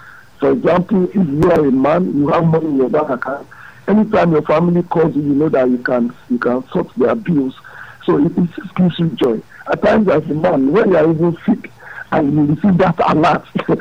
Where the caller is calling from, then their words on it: Lagos, Nigeria; I'm greeting you from Lagos, from Ogun State, from Oyo State.